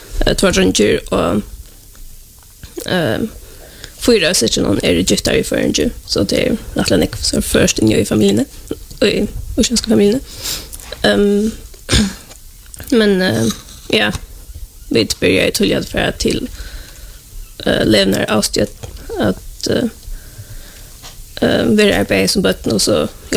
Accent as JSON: {"language": "Norwegian", "town": "Klaksvík", "country": "Faroe Islands", "said": "jeg fra Klaksvik."}